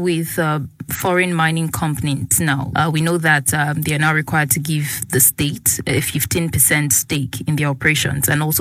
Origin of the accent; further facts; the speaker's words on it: Lagos, Nigeria; from Lagos, Nigeria, stepping in for Nkechi Ogbona.